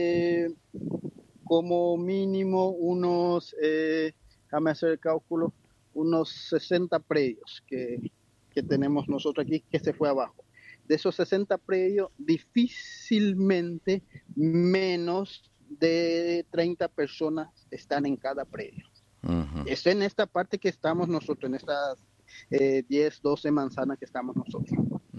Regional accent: Paraguay; Estamos compuestos por Chile, chilenos, brasileños, argentinos y yo como paraguayo.

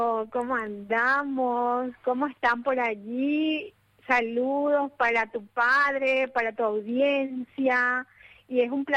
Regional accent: Paraguay

